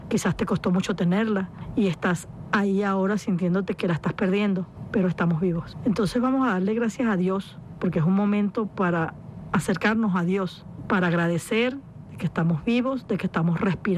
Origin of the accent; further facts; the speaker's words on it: Venezuela; yo también soy venezolana